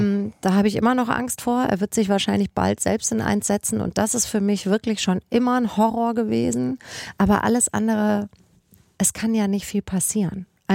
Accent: Germany; born or raised there

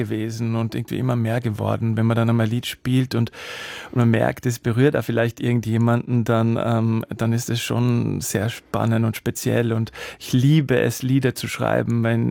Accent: Salzburg, Austria; Ja, ich meine, ich komme wirklich aus Salzburg und da ist halt der Mozart

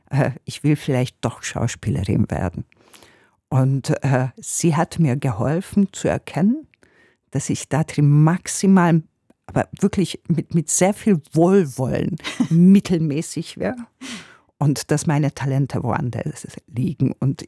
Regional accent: Hungary; German is a second language; moved away; Ich komme aus Ungarn … ich bin so und so viele Jahre alt

